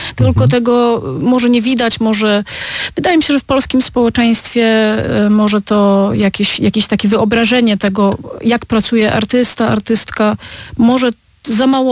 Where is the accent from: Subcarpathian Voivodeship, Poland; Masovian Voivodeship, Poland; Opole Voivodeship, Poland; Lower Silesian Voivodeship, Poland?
Opole Voivodeship, Poland; Ostatni cykl to był taki cykl związany z opolskim, z cementem, bo o tyle, tak jak wiesz, wychowałam się koło cementowni Odry.